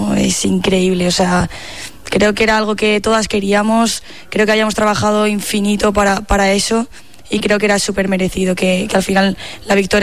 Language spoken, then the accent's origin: Spanish; Madrid, Community of Madrid, Spain; Yo soy de Madrid.